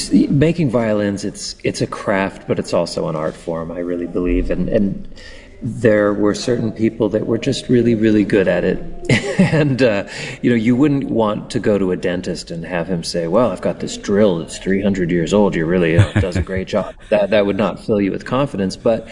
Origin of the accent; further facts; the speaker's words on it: Canada; So, but growing up in Canada, I'm also a hockey fan